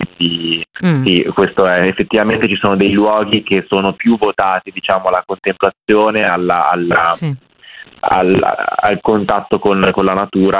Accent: Milan, Lombardy, Italy; Ma io consiglio, io sono di Milano, consiglio assolutamente di andare a Villanecchi.

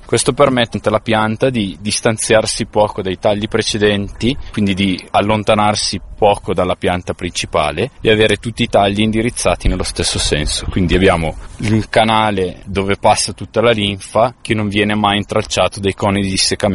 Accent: Bergamo, Lombardy, Italy; moved away as an adult; now in Valtellina, Italy; Sono bergamasco, dopo gli studi e aver fatto un po' di esperienza in giro, la possibilità casualmente di venire a lavorare qui in Valtellina come operaio di campagna.

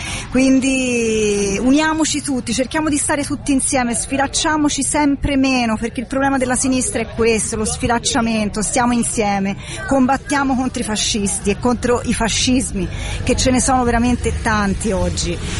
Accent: Florence, Tuscany, Italy

